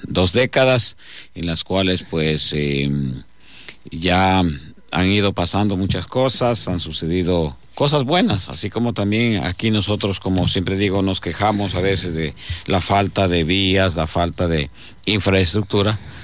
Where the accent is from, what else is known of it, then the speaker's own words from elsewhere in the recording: Loja, Ecuador; como decimos los lojanos